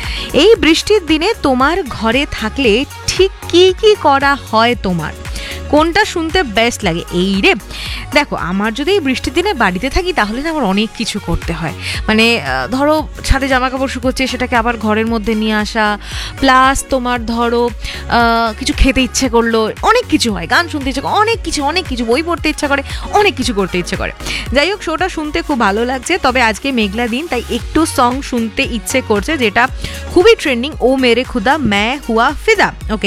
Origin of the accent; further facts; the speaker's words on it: Andul, West Bengal, India; আমার বাড়ি হাওড়া আন্দুল।